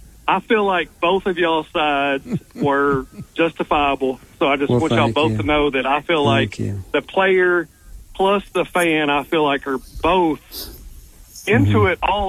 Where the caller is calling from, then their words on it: White Hall, Arkansas, United States; I'm 44. Me and you, Trey, we're about the same age. I'm from Whitehall.